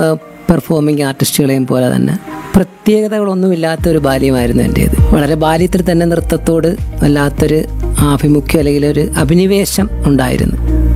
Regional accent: Nadakkal, Kerala, India; എന്റെ നാട് കല്ലുവാതുക്കലിന് അടുത്തുള്ള നടക്കൽ.

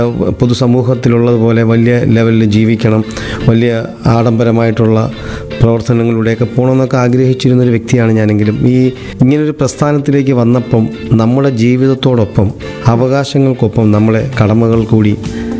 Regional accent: Kollam, Kerala, India; born or raised there; now in Kottiyam, India

